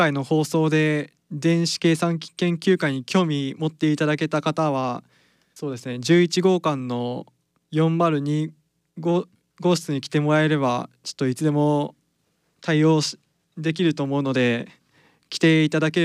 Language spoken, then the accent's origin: Japanese; Toyama, Japan; あ、はい、あ、僕富山から来ました。